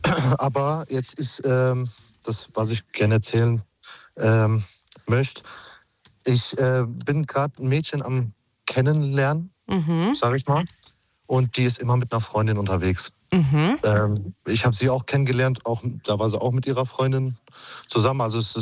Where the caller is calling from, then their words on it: Bad Homburg, Hesse, Germany; Rufe aus Bad Homburg an.